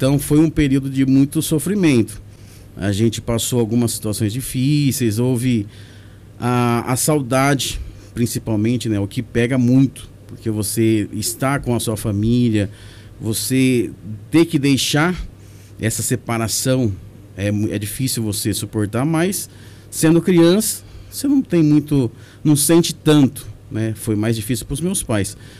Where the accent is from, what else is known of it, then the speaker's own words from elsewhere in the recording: Monte Alto, São Paulo, Brazil; Eu nasci em Monte Alto, ali no sul, moro no bairro Jardim Santana.